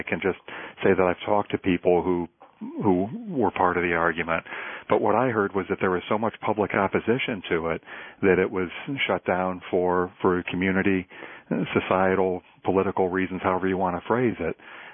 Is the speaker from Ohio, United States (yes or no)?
yes; Akron, Ohio, United States; say, in my hometown of Akron, Ohio, just because the geography is different